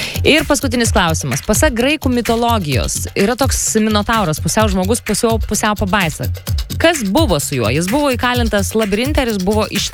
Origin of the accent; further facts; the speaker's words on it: Panevėžys, Panevėžys County, Lithuania; aš kadangi nuo Panevėžio